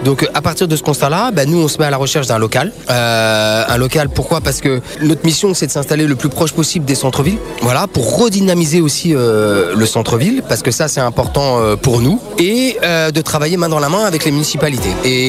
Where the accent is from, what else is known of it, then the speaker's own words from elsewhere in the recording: Paris, Île-de-France, France; born there; moved away; je suis parisien de naissance